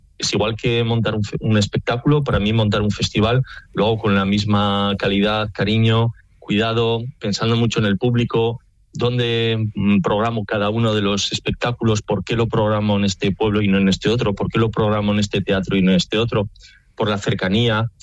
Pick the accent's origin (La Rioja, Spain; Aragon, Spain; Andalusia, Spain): La Rioja, Spain; como soy de La Rioja, pues que he hecho el vermute